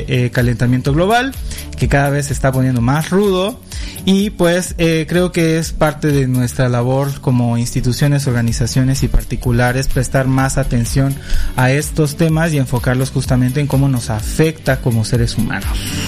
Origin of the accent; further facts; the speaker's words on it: Chiapas, Mexico; Yo viví 2 años en Monterrey, viví 1.5 en Tijuana. No cambio mi Chiapas por nada, la verdad.